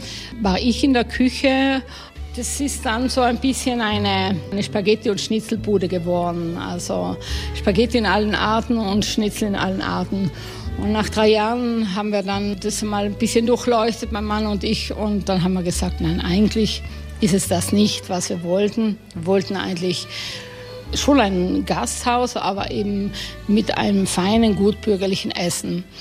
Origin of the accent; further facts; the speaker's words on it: Puster Valley, Trentino-Alto Adige, Italy; now in Tesimo, Italy; Ich bin im Pustertal geboren und auf einem Bergbauernhof aufgewachsen.